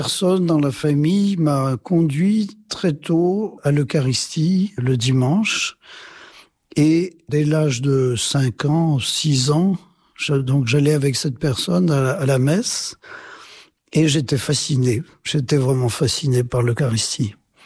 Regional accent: Nouvelle-Aquitaine, France; born there; Je suis né donc en Limousin, dans une famille qui n'était pas spécialement portée sur les choses de la religion

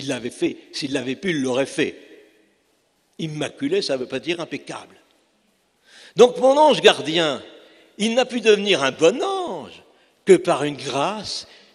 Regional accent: Cambrai, Hauts-de-France, France; Je viens de Cambrai, célèbre pour ses bêtises.

